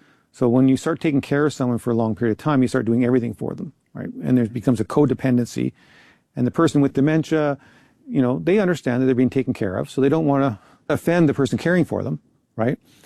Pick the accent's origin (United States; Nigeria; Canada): Canada; Moose Jaw, Saskatchewan; Moose Jaw, Saskatchewan, which is my hometown